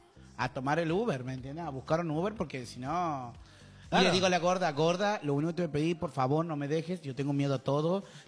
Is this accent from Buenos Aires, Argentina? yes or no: yes; Buenos Aires, Argentina; No, no, no soy de aquí. No soy de acá, yo soy de Buenos Aires.